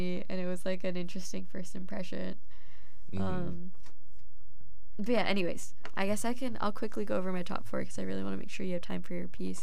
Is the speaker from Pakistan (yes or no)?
yes; Pakistan; And I was like, no, I'm Pakistani.